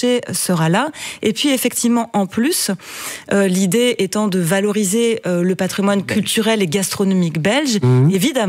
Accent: France; accent: French; now in Brussels, Belgium; Mon accent français.

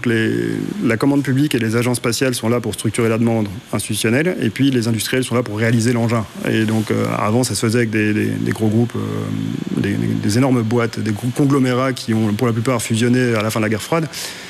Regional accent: Charleroi, Wallonia, Belgium; je suis wallon, je viens de Charleroi, j'ai étudié là-bas.

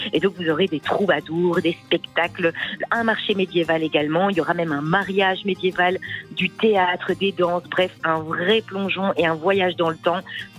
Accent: Wallonia, Belgium; Ah, on est ch'ti, évidemment, on est les plus ch'ti des Belges ici, donc on n'en est pas peu fiers, c'est très chouette.

